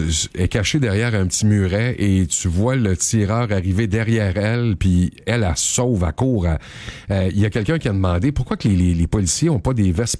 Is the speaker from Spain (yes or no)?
no; Quebec, Canada; chez nous, au Québec, du côté de Montréal.